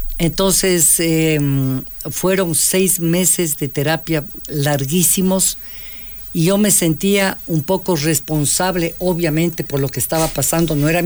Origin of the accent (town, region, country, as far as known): Ecuador